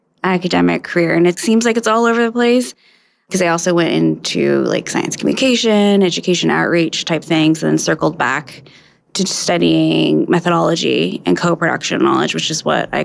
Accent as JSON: {"language": "English", "town": "Fairbanks", "region": "Alaska", "country": "United States", "tie": "born or raised there", "also_born_or_lived": "Anchorage", "said": "So, I grew up in Fairbanks and in Anchorage, and I'm in Nupiat. My family originally comes from King Island."}